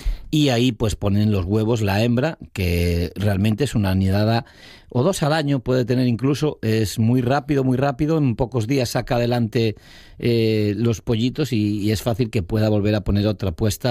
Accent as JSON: {"language": "Spanish", "town": "Noia", "region": "Galicia", "country": "Spain", "tie": "born or raised there"}